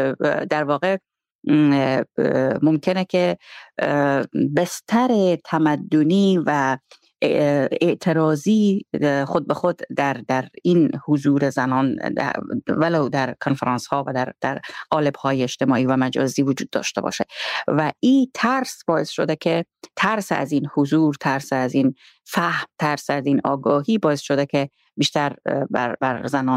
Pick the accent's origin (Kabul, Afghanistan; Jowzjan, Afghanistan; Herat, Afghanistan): Herat, Afghanistan; یعنی من خودم چون بزرگ شده هرات هستم، در هرات همونجا 20 سال حداقل کار کردیم، زندگی کردیم